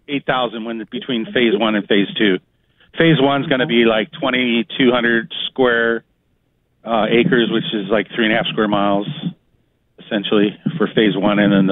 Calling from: Topock, Arizona, United States; from Topak.

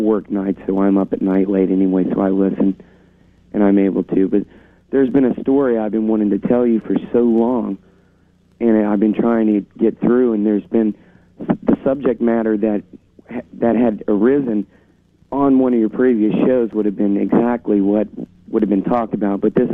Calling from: Tampa, Florida, United States; I'm calling from Tampa, Florida.

